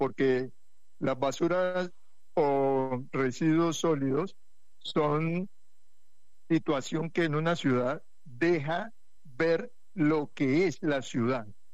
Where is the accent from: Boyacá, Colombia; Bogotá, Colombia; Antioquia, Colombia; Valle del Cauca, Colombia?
Valle del Cauca, Colombia; Buenaventura; todos los bonaverenses